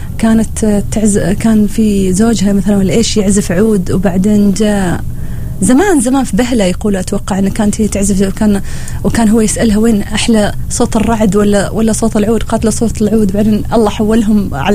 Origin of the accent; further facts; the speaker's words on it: Oman; احنا عندنا في عمان كم صاله